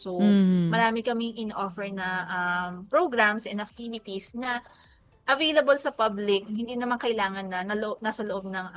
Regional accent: Baliwag, Central Luzon, Philippines; Dahil ito ay bahagi ng buhay natin bilang Baliwagenyo, bilang Bulakenyo, at bilang Pilipino natin.

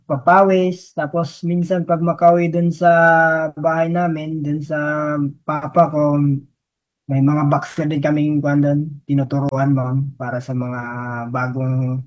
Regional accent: Polomolok, Soccsksargen, Philippines; Taga Kasaba, Maligo, Pulumulok, South Cotabato. 14 kaming magkakapatid, ma'am.

